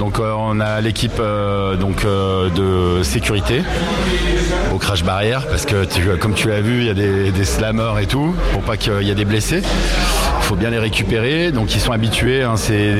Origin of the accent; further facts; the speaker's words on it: Montagny, France; Donc moi j'habite sur la commune, j'ai grandi en fait à Montagny dans ce village